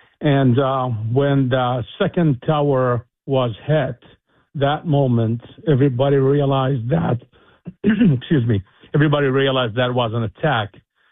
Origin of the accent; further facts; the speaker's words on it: Jordan; moved away as an adult; also born or lived in Lebanon; that journey started when I was 18 years old, and then I moved from Jordan to Lebanon, because in Jordan, 99% are Sunni Muslims.